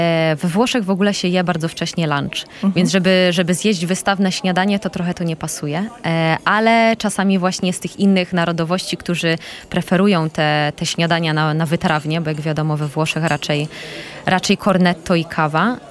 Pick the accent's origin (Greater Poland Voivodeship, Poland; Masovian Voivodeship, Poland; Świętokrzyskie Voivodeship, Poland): Greater Poland Voivodeship, Poland; Poznań; moved away as an adult; now in Italy; Przyjechałam dopiero co do Polski, jestem z Poznania